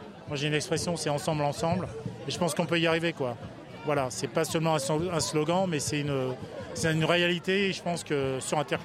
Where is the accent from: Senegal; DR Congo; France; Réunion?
Senegal; born there; Donc moi, je suis né au Sénégal. J'y pars pour retrouver un peu les sources la semaine prochaine, le 11 juin, pour rencontrer des Sénégalais aussi, le quartier où je suis né.